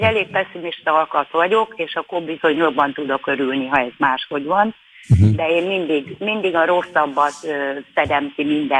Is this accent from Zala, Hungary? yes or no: no; Budapest, Hungary; born there; imádom Kőbányát, én oda születtem egyébként